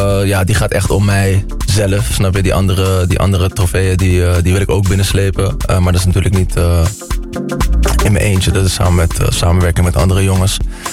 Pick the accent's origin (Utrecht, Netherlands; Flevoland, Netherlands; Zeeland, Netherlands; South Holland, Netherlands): South Holland, Netherlands; Rotterdam; we komen uit Krootswijk, zijn later naar Rotterdam-Zuid ben ik verhuisd.